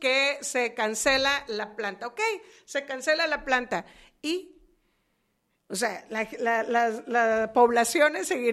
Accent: Ohuira, Sinaloa, Mexico; y que soy de ahí de Ohuira, ¿no?

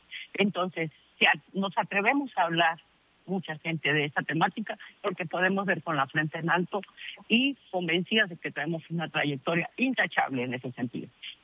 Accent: Sinaloa, Mexico; Quienes somos sinaloenses conocemos la historia

